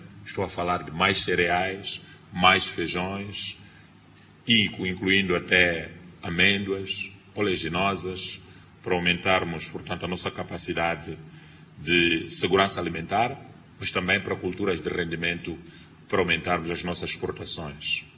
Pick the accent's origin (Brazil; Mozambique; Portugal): Mozambique